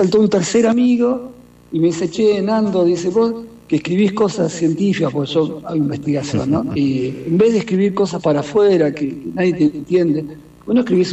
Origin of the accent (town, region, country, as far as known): La Plata, Buenos Aires Province, Argentina